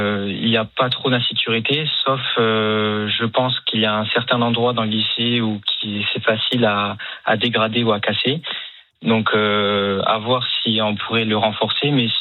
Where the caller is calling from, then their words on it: Toulouse, Occitanie, France; Ça a été vraiment chez moi à Toulouse.